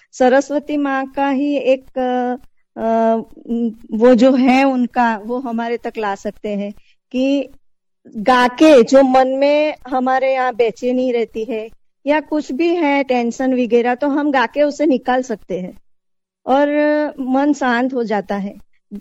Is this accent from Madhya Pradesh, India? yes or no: no; Surat, Gujarat, India; मैं सूरत से हूँ।